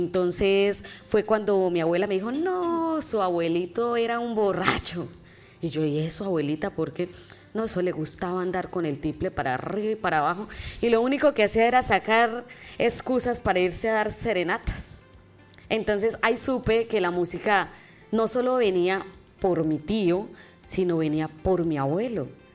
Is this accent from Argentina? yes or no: no; Boyacá, Colombia; soy boyacense y allá pues lo que más se ve es uno tener siempre su ruana, su sombrero, un traje totalmente diferente